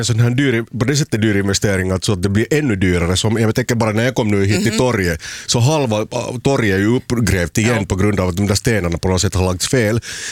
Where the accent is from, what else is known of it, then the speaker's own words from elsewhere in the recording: Helsinki, Uusimaa, Finland; now in Turku, Finland; Så att jag kommer ju från en stad som, alltså jag är uppvuxen i Helsingfors